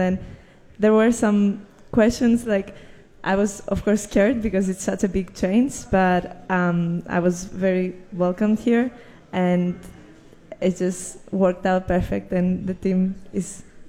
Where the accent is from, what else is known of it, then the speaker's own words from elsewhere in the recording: Greece; moved away as an adult; now in New Orleans, United States; I'm from Greece